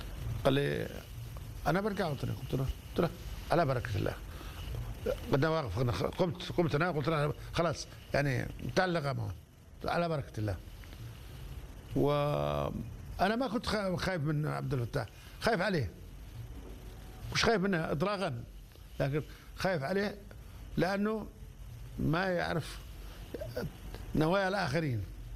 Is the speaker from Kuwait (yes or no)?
no; Aden, Yemen; عندنا في عدن